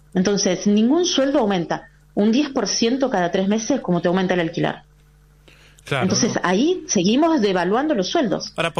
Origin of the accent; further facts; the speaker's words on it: Argentina; como argentinos, como trabajadores